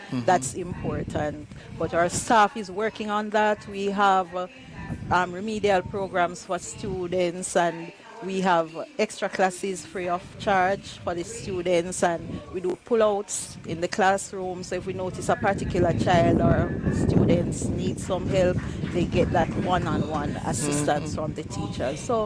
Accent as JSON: {"language": "English", "region": "Clarendon", "country": "Jamaica", "tie": "born or raised there", "said": "Because I grew up not too far from here. I grew up in Gale. That's a community down between here and Ali."}